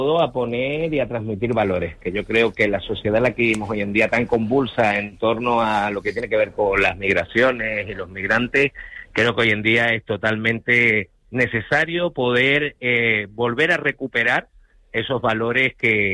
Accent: Canary Islands, Spain; nuestra historia como canarios, como migrantes

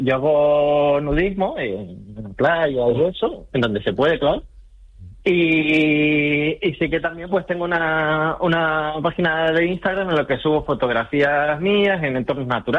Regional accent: Las Palmas de Gran Canaria, Canary Islands, Spain; now in Tenerife, Spain; yo nací en Las Palmas y soy de Triana.

